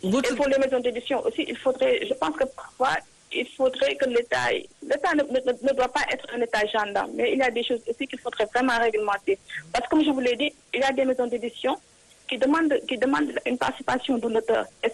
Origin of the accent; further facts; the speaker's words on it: Dakar, Senegal; moved away as an adult; Donc, je suis née à Dakar et j'ai grandi à Dakar. Donc, quand j'ai obtenu mon université Gaston Berger de Saint-Louis, en sociologie, et après, j'ai voyagé en France pour poursuivre mes études.